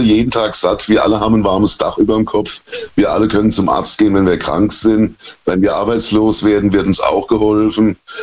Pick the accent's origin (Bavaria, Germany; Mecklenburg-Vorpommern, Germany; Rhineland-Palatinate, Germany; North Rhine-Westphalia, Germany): Rhineland-Palatinate, Germany; Worms; Ja, ich bin Deutscher, sagen wir es mal so.